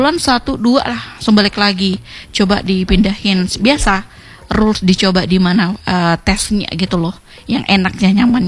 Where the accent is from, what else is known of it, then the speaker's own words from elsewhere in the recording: Riau, Indonesia; moved away as an adult; now in Pariaman, Indonesia; lahirnya bukan di Sumatera Barat, lahirnya besarnya di Riau